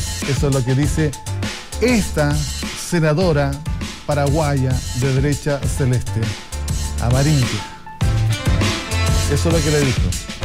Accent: Chile

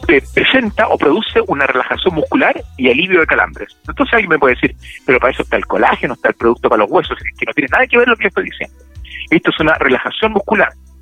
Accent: Chile; Y los chilenos y las chilenas, todos estamos acostumbrados a esto.

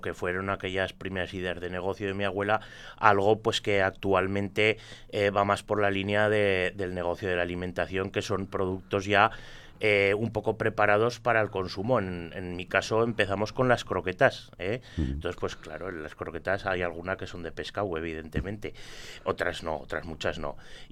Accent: Grañén, Aragon, Spain; mi pueblo, en Grañén

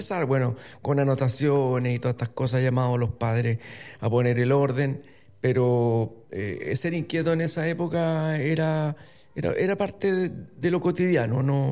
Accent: Santiago, Santiago Metropolitan Region, Chile; De Santiago, del, ¿sí?, barrio Ñuñoa, principalmente.

